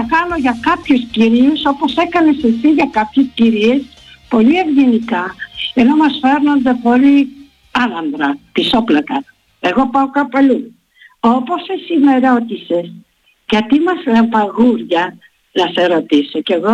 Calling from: Volos, Thessaly, Greece; Γιατί πατρίδα εγώ χρόνια έχω το Βόλο. Δεν έχω τα Γιάννηνα. Και λυπάμαι όταν βλέπω να ρίχνουν τόσο χαμηλά την πόλη μου.

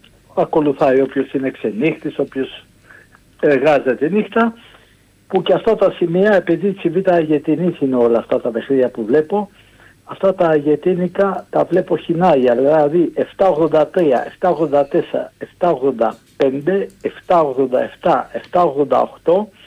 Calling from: Chaidari, Attica, Greece; Τι γίνεται … από το Χαϊδάρι.

